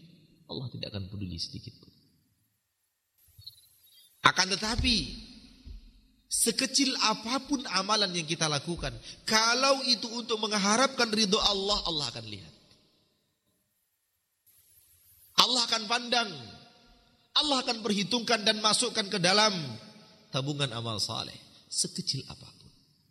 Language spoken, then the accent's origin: Indonesian; Sumatra, Indonesia; moved away; kami orang Sumatera